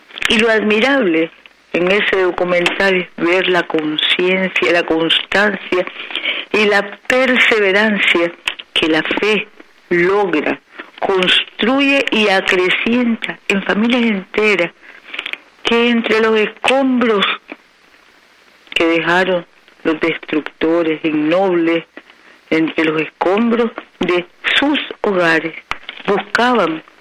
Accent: Nicaragua; also born or lived in Niquinohomo; Nacimos y crecimos en esta Nicaragua nuestra, en nuestros hogares y familias llenos de fe y devoción.

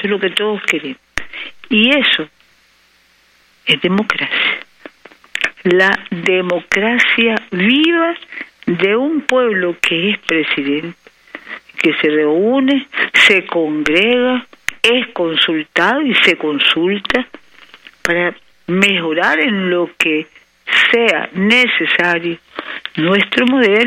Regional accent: Nicaragua; avanzar como pueblo nicaragüense cristiano, socialista, solidario

